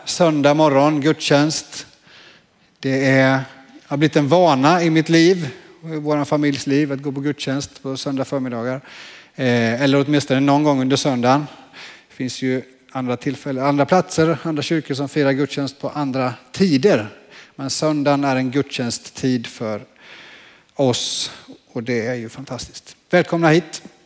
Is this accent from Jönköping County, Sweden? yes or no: yes; Jönköping, Jönköping County, Sweden; jag växte upp i Jönköping, är det som då hette Missionskyrkan, det som nu heter Ekumeniakyrkan.